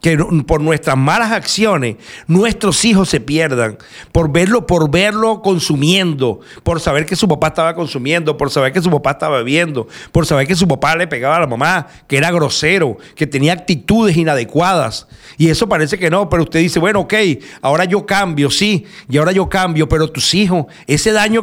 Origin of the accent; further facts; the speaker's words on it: Venezuela; moved away as an adult; Yo me voy en este momento de aquí de Venezuela, del barrio donde me crié, donde estuve toda mi vida